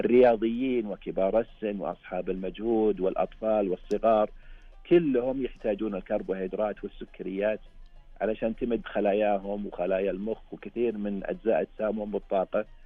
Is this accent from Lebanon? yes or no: no; Saudi Arabia; عندنا بالمملكة العربية السعودية